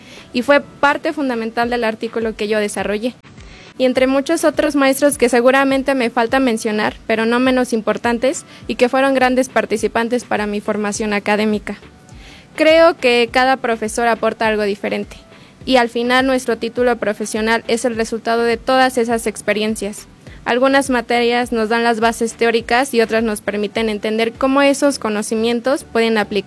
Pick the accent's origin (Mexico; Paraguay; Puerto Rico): Mexico; Ciudad Sahagún, Hidalgo; soy originaria de Ciudad Sahagún, Hidalgo